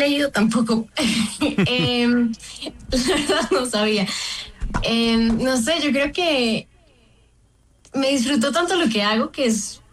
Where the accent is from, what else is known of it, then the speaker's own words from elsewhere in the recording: Medellín, Antioquia, Colombia; now in Bogotá, Colombia; Y crecí en Medellín con mi mamá.